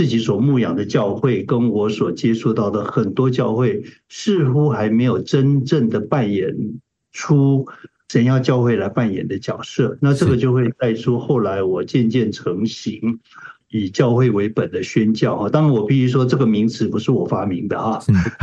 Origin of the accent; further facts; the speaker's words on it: Taiwan; accent: Taiwanese; moved away as an adult; now in United States; 我是从台湾来的啊，我想听口音也可以听出来。